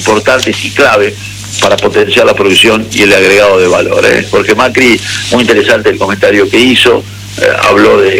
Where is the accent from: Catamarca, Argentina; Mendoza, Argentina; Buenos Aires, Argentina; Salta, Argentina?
Catamarca, Argentina; sobre Catamarca, mi tierra natal